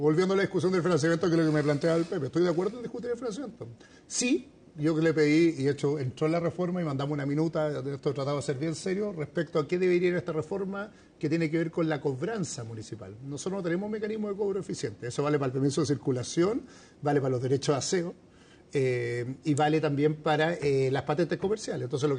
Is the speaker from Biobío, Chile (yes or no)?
no; Las Condes, Santiago Metropolitan Region, Chile; Yo me crié en Las Condes, en la Colón 9000. Veo a mis vecinos, que son gente de esfuerzo, que tenían sus casas ahí, que están vendiendo sus casas